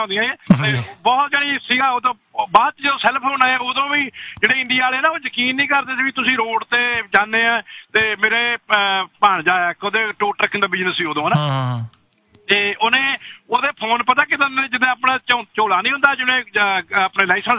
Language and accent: Punjabi; Moga, Punjab, India; moved away; ਪਹਿਲਾਂ ਤਾਂ ਮੈਂ ਇੰਡੀਆ ਦੀ ਤੈਨੂੰ ਸੁਣਾ ਮੈਂ ਨਾ 1985 ਦੇ ਵਿੱਚ ਮੈਂ ਸਿਸਟਰ ਦੀ ਮੈਰਿਜ ਕੀਤੀ ਹੈ ਨਾ ਤੇ ਉਦੋਂ ਵੀ ਫੋਨ ਬਹੁਤ ਘੱਟ ਹੁੰਦੇ ਸੀ ਤੇ ਸਾਡੇ ਮੋਗੇ ਹੁੰਦਾ ਸੀਗਾ ਫੋਨ ਜਿੱਦਾਂ ਸਰਕਾਰੀ